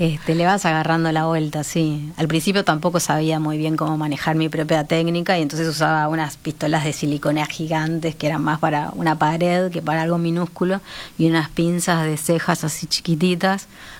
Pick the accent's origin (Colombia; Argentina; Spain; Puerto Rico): Argentina; Bariloche, Río Negro; now in Uruguay; Yo me crié básicamente en Bariloche, en mi infancia, y Bariloche tiene una estética muy parecida a de donde viene mi familia, que es eslovena.